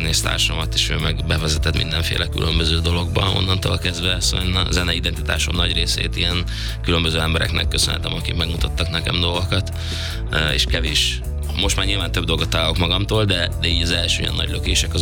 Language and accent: Hungarian; Gödöllő, Pest, Hungary; és még a Döllőn laktunk, vagy hát én is így tulajdonképpen ott nőttem fel